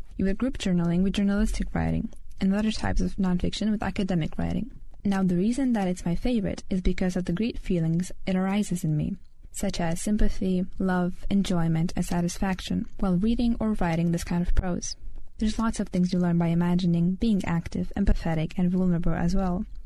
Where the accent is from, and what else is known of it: Lithuania; English is a second language